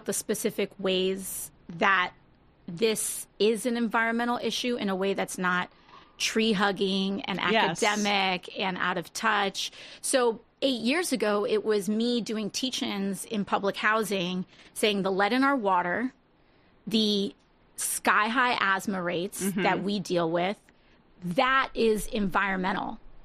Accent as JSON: {"language": "English", "town": "New York City", "region": "New York", "country": "United States", "said": "I'm from the Bronx."}